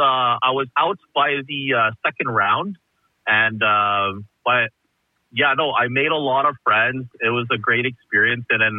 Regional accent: Winnipeg, Manitoba, Canada; Well, hell, it just comes from just growing up in Winnipeg. I'm born and raised in in Winnipeg. I'm an 80s kid. I'm a 90s teenager.

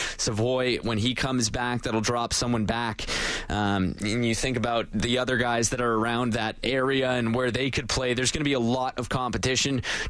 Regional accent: Edmonton, Alberta, Canada; as growing up in Edmonton, I was always the kid trying to get stuff

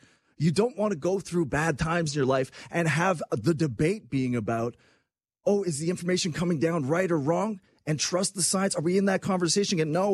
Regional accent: Canada; It's been coined in the past, as far as I'm concerned as a Canadian, to think about the American idea of patriotism, the American flag, and what that means.

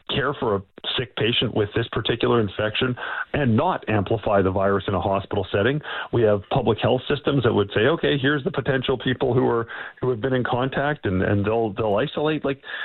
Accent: Calgary, Alberta, Canada; now in Toronto, Canada; I'm also an Albertan. I'm from Calgary.

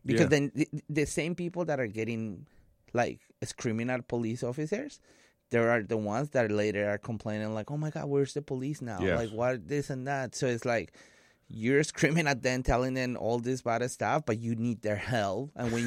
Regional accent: Colombia; moved away; I come from Colombia

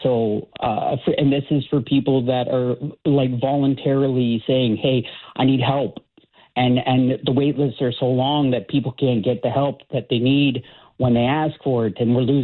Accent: Cambridge, Ontario, Canada; moved away as an adult; now in Toronto, Canada; I'm from Cambridge, so yeah. that's where everything started for me. But I came to Toronto in about 2013, 2014

